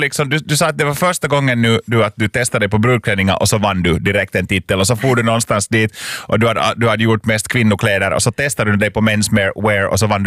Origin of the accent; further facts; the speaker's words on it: Lapinjärvi, Uusimaa, Finland; då sände vi från Lappträsk, från min hemkommun